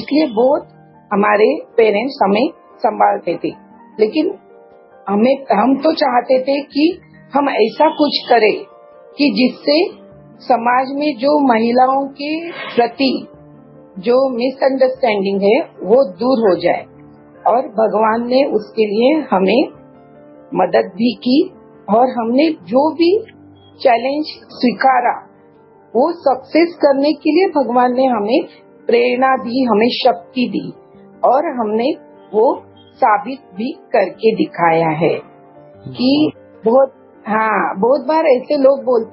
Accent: Saramble, Maharashtra, India

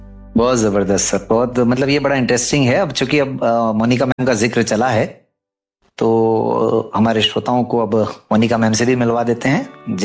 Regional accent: Rajasthan, India; हम भी राजस्थान से हैं।

